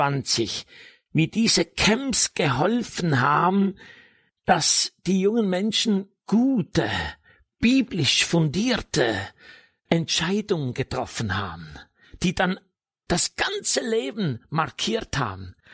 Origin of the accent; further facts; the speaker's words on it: Appenzell Ausserrhoden, Switzerland; moved away; Nach fast 40 Jahren bin ich wieder in meinem Heimatland. Hätte ich nie gedacht.